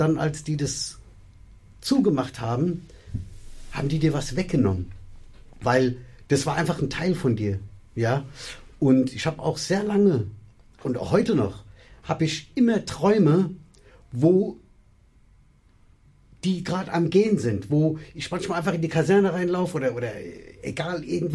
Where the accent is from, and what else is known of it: Frankfurt, Hesse, Germany